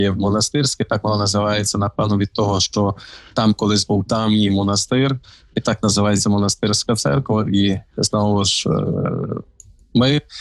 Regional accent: Ivano-Frankivsk Oblast, Ukraine; moved away as an adult; Я на Франківська.

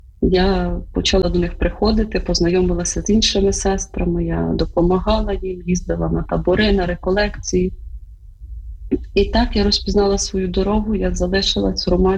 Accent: Zhytomyr, Zhytomyr Oblast, Ukraine; Ну, я народилася в Житомирі і виросла.

